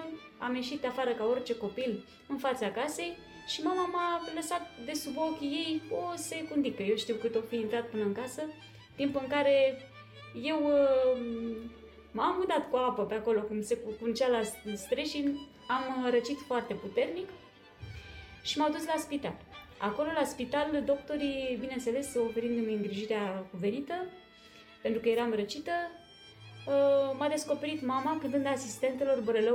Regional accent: Bragadiru, Teleorman, Romania; Copilăria mea a fost o copilărie minunată. Eu am spus Zimnicea, mai exact este Bragadirul, județul Telâma, lângă Zimnicea. Eu am spus Zimnicea pentru că este cel mai aproape oraș de satul meu

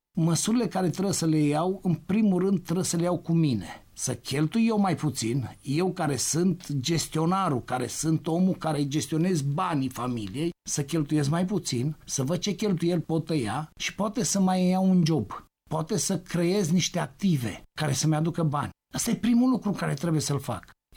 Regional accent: Romania; Nu pot să-mi spui ca român, ca om să fiu de acord cu tine.

